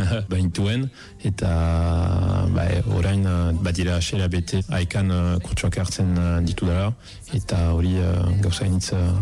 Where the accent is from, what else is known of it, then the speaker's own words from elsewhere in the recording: Tuscany, Italy; Basque is a second language; moved away as an adult; now in France; Italiakoa naiz, Tuskanakoa, baina 2000 eta batetik Euskaren bizi naiz.